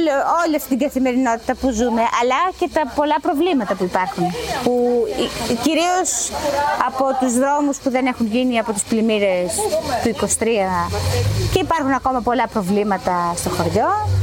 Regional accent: Thessaly, Greece; χωριά σαν τα δικά μας που είμαστε μια ανάσα από το Βόλο, ότι σε 20 λεπτά είμαστε εκεί

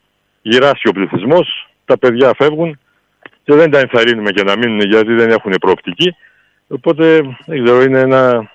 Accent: Pentavryso, Greece; και ειδικά στο Πεντάβρυσο που είναι το χωριό μου, οι εκτάσεις εξαιρικές είναι 99%

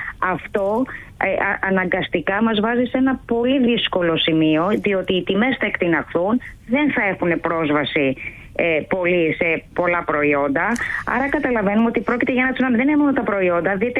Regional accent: Greece; Εμείς το βιώνουμε πολύ έντονα εδώ ως Έλληνες

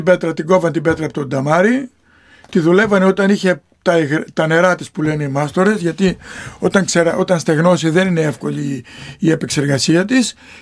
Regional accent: Polichnitos, North Aegean, Greece; moved away; Γιατί είναι ο τόπος μου

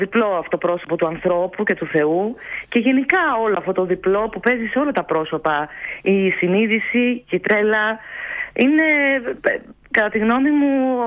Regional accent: Greece; που είμαι σε αυτόν τον τόπο και που είμαι Ελληνίδα

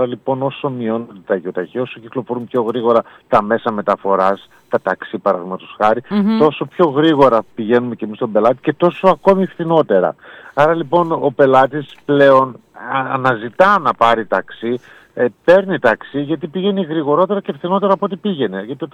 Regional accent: Greece; σαν Έλληνες σε αυτή τη χώρα.

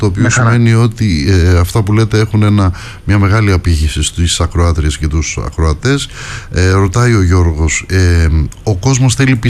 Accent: Ionian Islands, Greece; Το λένε μετά γουρνόλαγο, όπως το λέμε στην πατρίδα μου, την Κεφαλονιά.

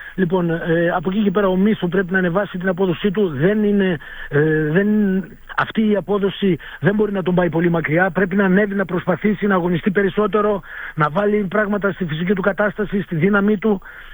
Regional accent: Greece; εμείς που τουλάχιστον είμαστε Έλληνες

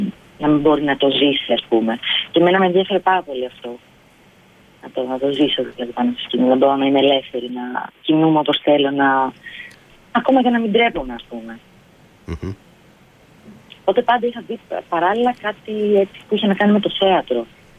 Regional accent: Athens, Attica, Greece; moved away as an adult; also born or lived in Thessaloniki; now in Berlin, Germany; Στην Ελλάδα, ναι, στην Αθήνα γεννήθηκα και μεγάλωσα στο Πολυτεχνείο Αδριατικής. Βορειοανατολική Αττική.

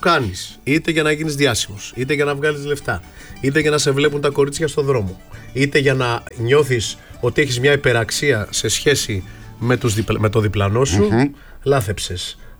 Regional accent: Aliveri, Central Greece, Greece; moved away; Γιατί είμαι από την Εύβοια, γεννήθηκα

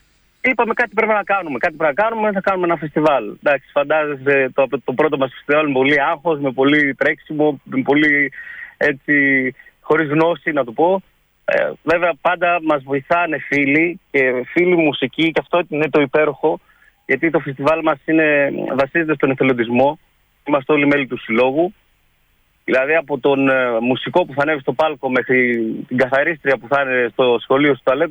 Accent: Tzoumerka, Epirus, Greece; Υπήρχε ένας πυρήνας ανθρώπων που καταγόμαστε από τα πράγματα, από τα Τζουμέρκα, και στο χωριό μου

